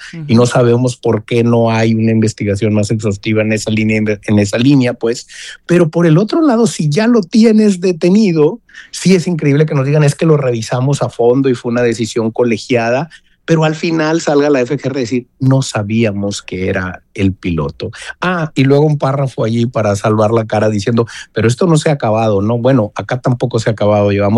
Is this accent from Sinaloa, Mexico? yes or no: yes; Sinaloa, Mexico; somos los sinaloenses